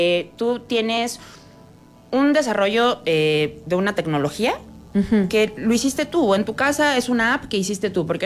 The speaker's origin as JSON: {"language": "Spanish", "country": "Mexico", "said": "el punto bueno es que somos muchos mexicanos y el SAT todavía no tiene tanto alcance"}